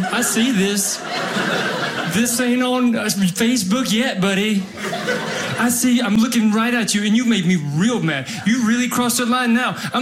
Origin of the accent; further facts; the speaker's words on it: Alabama, United States; when I was growing up in Alabama, we used to rank 49th in education.